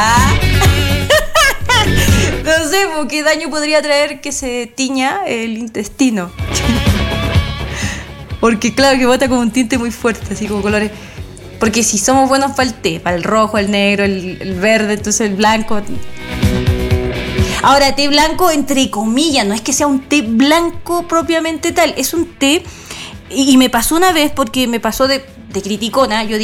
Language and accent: Spanish; Chile; ¿Ustedes saben que los chilenos somos tan buenos para el té como China?